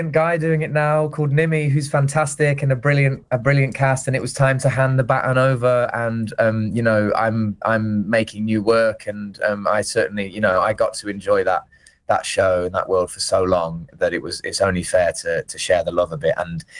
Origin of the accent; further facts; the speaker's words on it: Nottingham, East Midlands, United Kingdom; for it to be back in my hometown for the first time at the theatre where I used to work pulling pints when I was 17